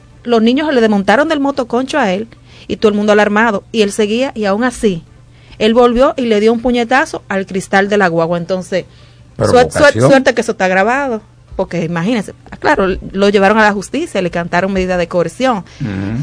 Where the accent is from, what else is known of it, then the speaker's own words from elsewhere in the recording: Dominican Republic; que obviamente los ambientalistas y nosotros mismos como dominicanos ya realmente no podemos permitir que todas nuestras cordilleras sean intervenidas